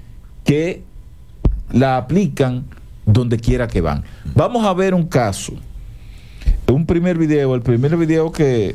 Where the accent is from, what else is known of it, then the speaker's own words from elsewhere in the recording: Dominican Republic; siendo dominicano, usted no puede en su país tener un poquito de quietud.